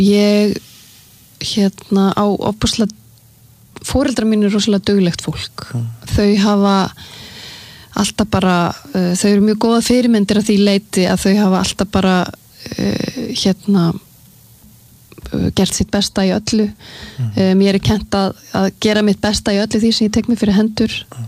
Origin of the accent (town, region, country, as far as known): Sweden; born or raised there